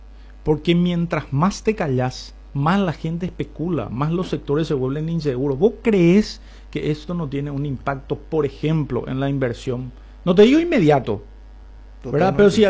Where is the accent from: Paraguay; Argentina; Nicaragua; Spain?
Paraguay